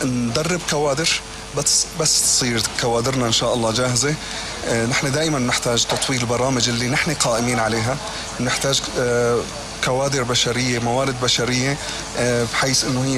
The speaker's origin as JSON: {"language": "Arabic", "country": "Syria", "said": "أنا رابح بعودتي لوطني بهالخير اللي تعلمته برا أنه أنا أرجع أحطه هون في بلدي"}